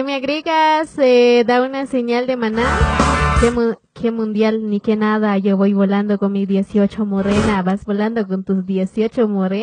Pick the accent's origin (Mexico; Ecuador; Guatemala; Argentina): Guatemala; Somos de Guatemala y con orgullo lo decimos